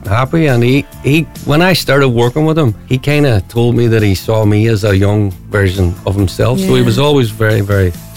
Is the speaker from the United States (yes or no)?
no; Derry, Northern Ireland, United Kingdom; I grew up in Derry playing guitar